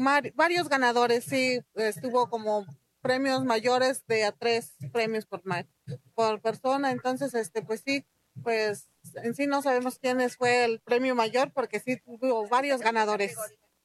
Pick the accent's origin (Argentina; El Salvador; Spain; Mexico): Mexico; Los Reyes Metzontla, Puebla; en mi pueblo de los Reyes Metzoncle